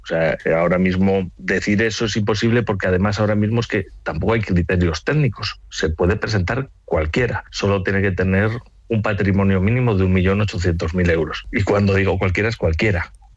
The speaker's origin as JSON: {"language": "Spanish", "region": "Aragon", "country": "Spain", "said": "Yo soy aragonés"}